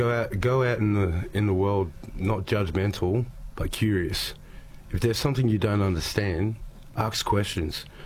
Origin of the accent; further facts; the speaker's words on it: Australia; And we are all Australian as well.